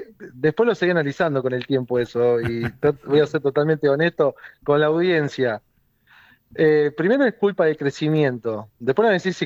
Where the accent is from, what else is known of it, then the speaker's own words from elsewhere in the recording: Pueblo Irigoyen, Santa Fe, Argentina; moved away; Mi pueblo se llama Pueblo Irigoyen. Es un pueblo que está entre Rosario y Santa Fe, en la ruta entre Rosario y Santa Fe, pero no sobre la ruta. Ojalá tendríamos esa suerte. Ni entre la ruta, ni pasa el ferrocarril. Estamos entre medio de la ruta y el ferrocarril, o sea, en el medio de la nada.